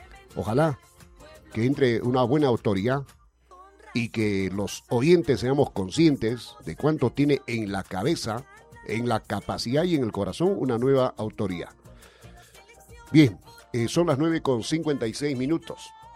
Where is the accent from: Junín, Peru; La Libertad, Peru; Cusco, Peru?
Junín, Peru; Huancayo; Y así somos los peruanos, ¿no? Así somos los huancaínos, los que vivimos en esta ciudad.